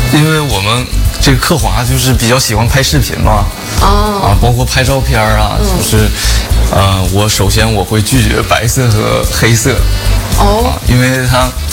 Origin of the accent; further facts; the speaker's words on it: Tonghua, Jilin, China; 我家乡是这个吉林通化。我们家乡有这个自己的这个雪场嘛